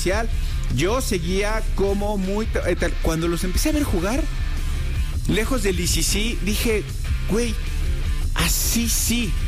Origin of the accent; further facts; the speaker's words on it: Mexico; somos muchísimos mexicanos a nivel mundial